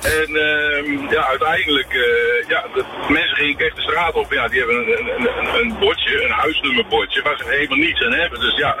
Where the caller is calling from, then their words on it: Netherlands; ik kom uit het midden van Nederland.